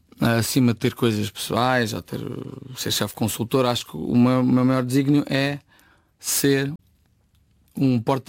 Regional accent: Lourinhã, Lisbon, Portugal; sou do Oeste, orgulhosamente sou de Rio Mar, de Lourinhã, sou português acima de tudo.

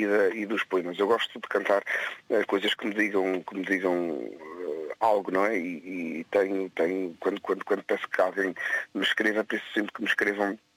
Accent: São Jorge Island, Azores, Portugal; now in Terceira Island, Portugal; Eu sou natural da Ilha de São Jorge, já resido aqui na Ilha Terceira há 20 anos, mas São Jorge é sempre a minha terra, sempre o meu berço

